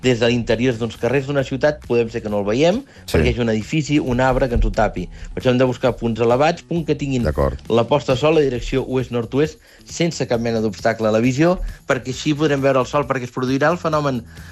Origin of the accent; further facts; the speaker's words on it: Barcelona, Catalonia, Spain; moved away as an adult; now in Àger, Spain; jo sóc del barri de Gràcia de Barcelona